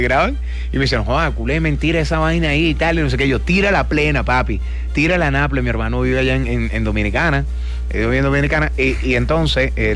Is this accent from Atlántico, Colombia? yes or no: yes; Barranquilla, Atlántico, Colombia; y eso que yo soy barranquillero.